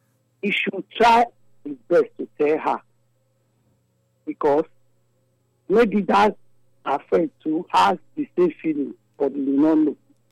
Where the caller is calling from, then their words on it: Lagos, Nigeria; I'm calling from Lagos.